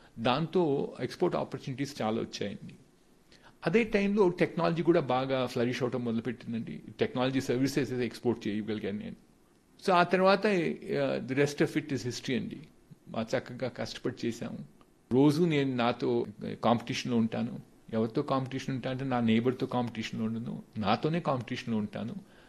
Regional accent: Khammam, Telangana, India; also born or lived in Visakhapatnam / Kakinada / Vijayawada; వైజాగ్లో చదువుకున్నాను, కాకినాడలో చదువుకున్నాను, విజయవాడలో చదువుకున్నాను, మా ఊరు ఖమ్మం జిల్లా పరిషత్ హై స్కూల్లో కూడా చదువుకున్నానండి 1 సంవత్సరం.

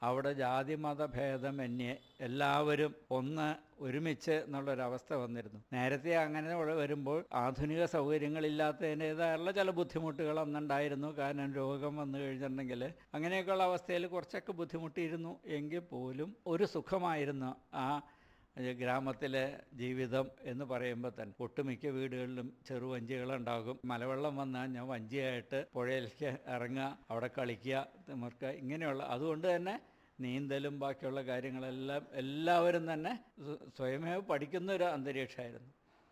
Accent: Uliyannoor, Kerala, India; ഞാൻ ഉളിയന്നൂർ സ്വദേശി തന്നെയാണ്.

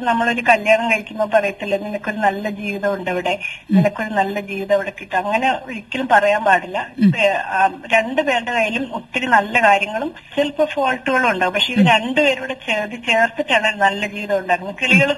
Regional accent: Kottayam, Kerala, India; moved away as an adult; now in Sreekandapuram, India; എന്റെ ഞാൻ താമസിക്കുന്നത് തലപ്പുറത്തുള്ള ശ്രീകണ്ഠപുരത്താണ്. എന്റെ സ്വദേശം കോട്ടയമാണ്.

